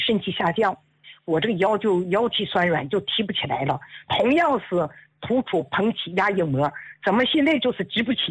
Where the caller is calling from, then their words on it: Dalian, Liaoning, China; 我今年70岁了，我是大连的听众哈。